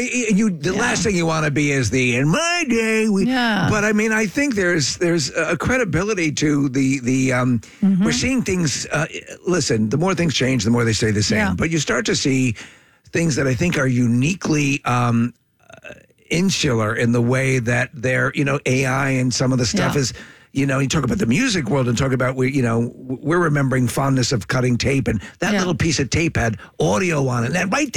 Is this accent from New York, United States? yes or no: yes; New York, United States; born there; moved away as an adult; now in Philadelphia, United States; I was born in Manhattan, lived a lot of my life in New York, but moved down to Philly, you know, decades ago.